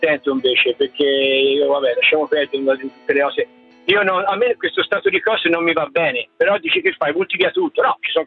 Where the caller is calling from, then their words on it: Santa Croce sull'Arno, Tuscany, Italy; io sto a Santa Croce